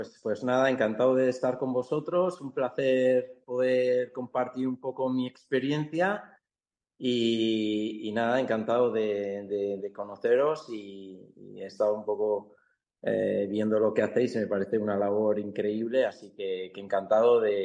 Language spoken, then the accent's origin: Spanish; San Sebastián, Basque Country, Spain; moved away as an adult; now in Singapore; yo soy, bueno, soy de San Sebastián, me dedico al mundo de la hostelería, bueno, soy cocinero, como buen Donostiarra